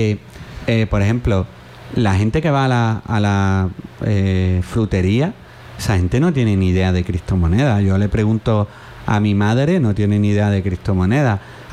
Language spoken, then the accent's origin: Spanish; Jerez de la Frontera, Andalusia, Spain; en mi tierra, en Jerez